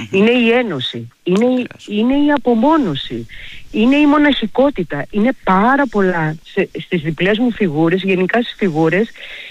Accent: Kefalonia, Ionian Islands, Greece; now in Athens, Greece

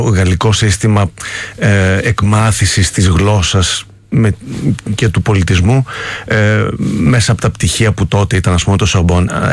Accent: Greece; now in France; Ναι, είμαι ο Έλληνας, αλλά με έχει αγκαλιάσει η γαλλική κουλτούρα, δε, και η γαλλική κοινωνία.

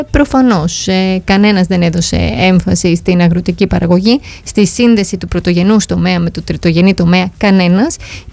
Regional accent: Greece; σαν κάτοικος αυτού του νησιού, αλλά και σαν Ελληνίδα

